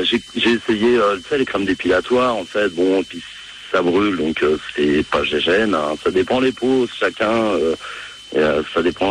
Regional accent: Paris, Île-de-France, France; Je suis originaire de Paris, mais bon...

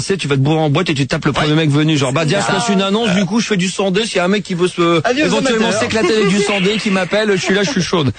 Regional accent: Italy; Genre, je suis italienne, donc je dois être jalouse et possessive.

